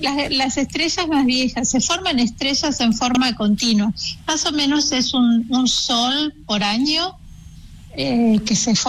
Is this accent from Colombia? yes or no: no; Argentina; moved away as an adult; now in Netherlands; Yo me fui de Argentina primero en el 96 a hacer la tesis en Leiden, en los Países Bajos, porque tiene una tradición astronómica muy fuerte.